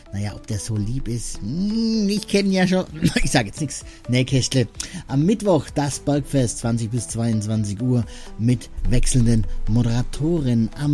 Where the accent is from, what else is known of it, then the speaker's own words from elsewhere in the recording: Baden-Württemberg, Germany; Und das ich als Schwabe, gell?